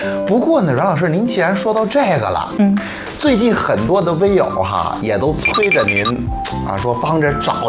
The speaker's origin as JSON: {"language": "Chinese", "town": "Xuzhou", "region": "Jiangsu", "country": "China", "said": "大家好，我是来自徐州的"}